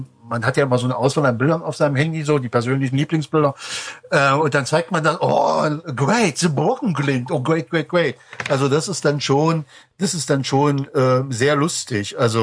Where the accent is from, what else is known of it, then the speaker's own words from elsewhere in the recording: Saxony-Anhalt, Germany; Und dann fragt er, wo ich herkomme, und dann sagten wir, also ein kleiner Ort zwischen, also wer kennt Stendal, ne?